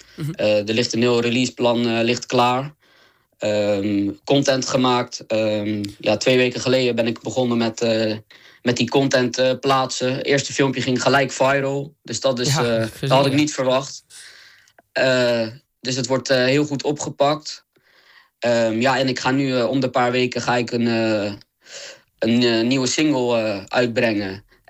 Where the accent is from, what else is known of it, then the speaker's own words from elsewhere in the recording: Middelharnis, South Holland, Netherlands; also born or lived in Dirksland; Ik kom uit Middelharnis, geboren in Dirksland. Een echte flakkeenaar ben ik.